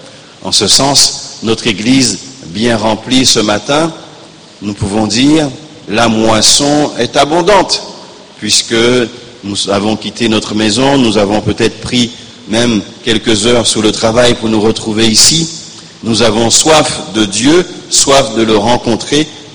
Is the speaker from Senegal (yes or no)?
no; Guadeloupe; chez nous en Guadeloupe